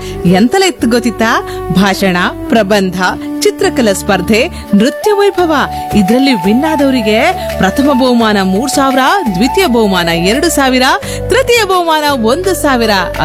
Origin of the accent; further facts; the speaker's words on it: Karnataka, India; ಅದು ನಮ್ಮ ಬದಿಯಲ್ಲೆಲ್ಲ ಅಂದ್ರೆ ನಮ್ಮ ಸೌತ್ ಕ್ಯಾನರಾದಲ್ಲಿ ಈ ಆರ್ಮಿ ಹಾಪರ್ ತುಂಬಾ ಕಡಿಮೆ.